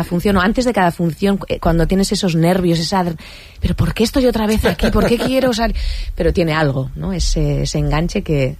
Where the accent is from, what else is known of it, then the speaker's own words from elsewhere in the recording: San Sebastián, Basque Country, Spain; Yo soy de aquí, de Donosti, y actuar en el Antzokizara para mí es, sí, estar en casa.